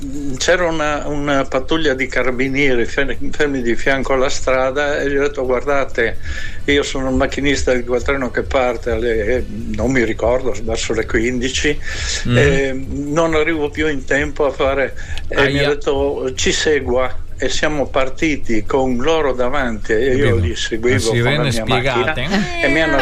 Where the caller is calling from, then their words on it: Cervignano del Friuli, Friuli-Venezia Giulia, Italy; di Cervignano